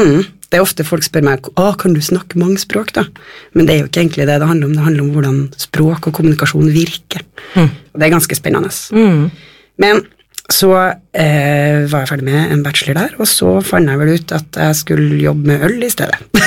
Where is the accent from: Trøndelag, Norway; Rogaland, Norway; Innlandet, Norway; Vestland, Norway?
Trøndelag, Norway; accent: Trøndersk; also born or lived in Røros / Frosta; now in Oslo, Norway